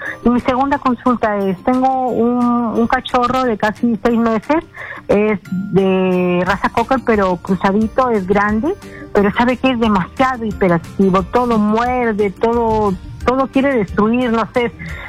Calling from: Chiclayo, Lambayeque, Peru; desde Chiclayo.

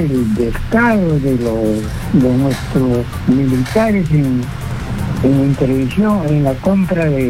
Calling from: Lima, Peru; de acá de San Martín de Porres.

